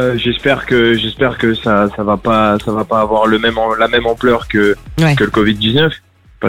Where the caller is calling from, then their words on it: Paris, Île-de-France, France; Je viens de Paris.